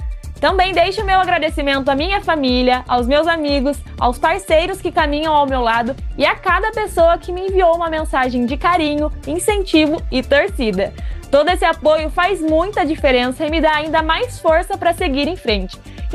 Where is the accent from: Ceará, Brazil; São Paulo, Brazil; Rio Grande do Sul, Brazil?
São Paulo, Brazil; Itapetininga; Para mim é uma honra representar a cidade onde eu nasci e vivi a minha vida toda. Vou levar o nome de Itapetininga com muito orgulho